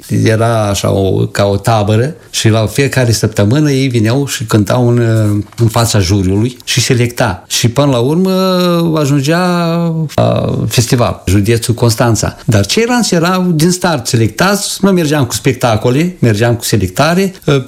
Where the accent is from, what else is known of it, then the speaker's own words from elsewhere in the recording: Seliște, Nisporeni District, Moldova; Vin de la Seliște, raionul Nisporieni. Acolo am copilărit, acolo am făcut sport, acolo am făcut muzică.